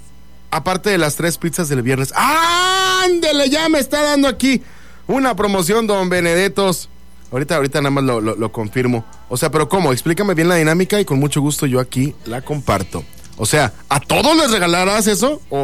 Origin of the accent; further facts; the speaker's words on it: Mexico; Yo sé que estoy tocando fibras sensibles y que estoy tocando ese orgullo mexicano. ¡Somos bien mexicanos!